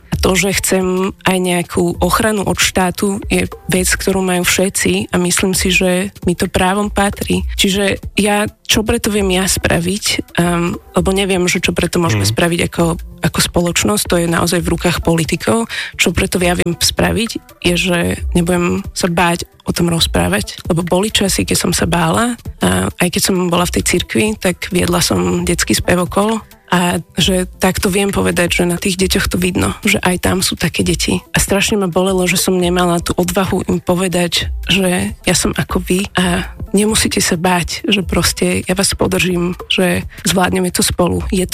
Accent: Bratislava, Bratislava Region, Slovakia; Moja mama je z Prešova, môj tatino je z Gvinej. Takže, ale ja už som Bratislavčan.

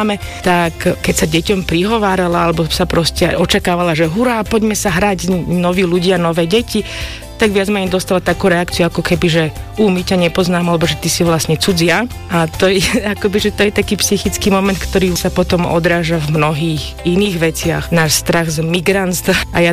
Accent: Bratislava, Bratislava Region, Slovakia; born there; Narodila som sa v Bratislave.

